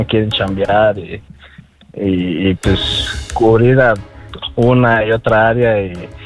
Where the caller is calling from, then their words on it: Uruapan, Michoacán, Mexico; de Uruapan.